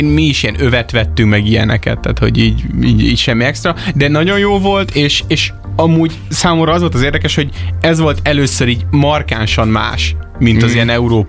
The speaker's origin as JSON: {"language": "Hungarian", "region": "Budapest", "country": "Hungary", "said": "Budapestről jöttünk, alig van pénzünk, tényleg, utána mondta, hogy magyar, szia, úgyhogy igen, ennyi volt. Budapest, Szoboszlai, amúgy ez nagyon érdekes volt, mindenki kérdezte, hogy hol, onnan származunk, mondtuk, hogy Hungary"}